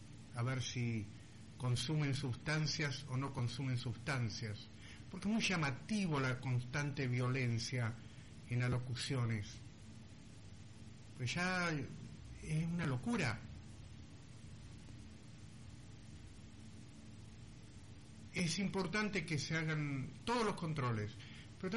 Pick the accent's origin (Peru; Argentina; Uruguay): Argentina; Soy patriota. Amo a mi país.